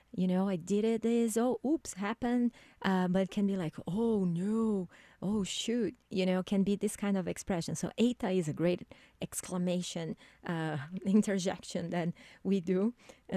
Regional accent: São Paulo, Brazil; English is a second language; moved away; my hometown, São Paulo.

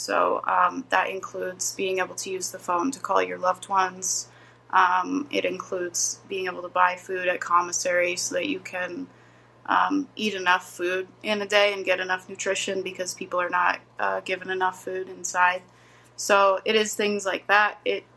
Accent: Colorado, United States; I grew up in Colorado in a rural mountain community. And I was surrounded by people in my childhood, people who are immigrants or whose parents are immigrants.

